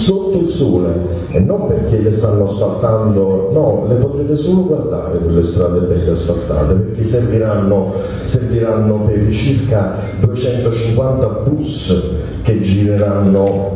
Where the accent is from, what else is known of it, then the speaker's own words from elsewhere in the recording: Belluno, Veneto, Italy; io sono di Belluno